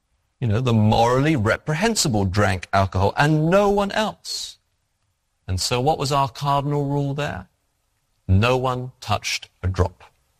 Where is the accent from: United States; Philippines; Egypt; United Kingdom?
United Kingdom; England; Now, I'm English, I can get away with these things, right?